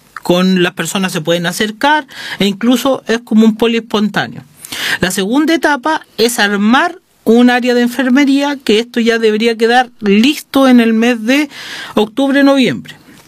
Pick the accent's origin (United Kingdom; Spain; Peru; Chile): Chile; Cauquenes, Maule; yo soy del Maule, a mí eso es un punto también importante. Yo soy maulino, yo de corazón soy cauquenino, a los cauqueninos le dicen los chochoqueros, así que soy y mi familia es de campo